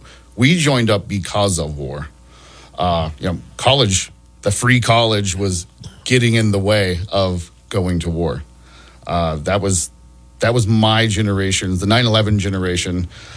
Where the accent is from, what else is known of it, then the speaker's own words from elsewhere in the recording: Bartley, Nebraska, United States; Bartley, Nebraska.